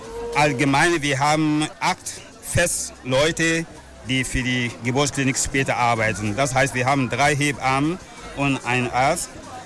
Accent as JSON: {"language": "German", "town": "Ouaregou", "country": "Burkina Faso", "moved": "yes", "lives_now": "Köln, Germany", "said": "Ich komme ja aus Burkina Faso. Es ist ein Zentrum S von Burkina Faso. Der Ort, Name ist Ouaregou."}